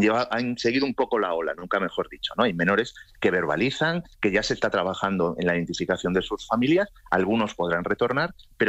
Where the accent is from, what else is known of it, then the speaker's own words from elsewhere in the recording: Galicia, Spain; mí me sorprende, yo soy gallego, el Partido Popular lleva 40 años gobernando en Galicia